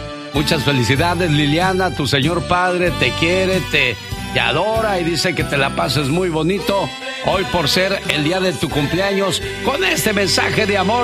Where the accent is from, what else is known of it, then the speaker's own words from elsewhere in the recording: Jalisco, Mexico; moved away; Yo me quedo con mis amigos de Denver y les digo, un día salí de Jalisco, pero Jalisco nunca salió de mí.